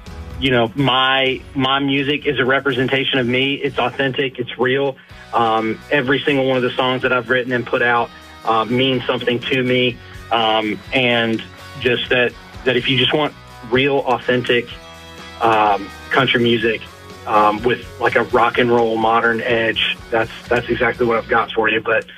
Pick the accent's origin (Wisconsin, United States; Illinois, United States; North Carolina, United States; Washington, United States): North Carolina, United States; Garner; Man, I am 35, and I'm from just south of Raleigh, North Carolina, a town called Garner. I live there now still with my wife and my two kids, but that's where we call home.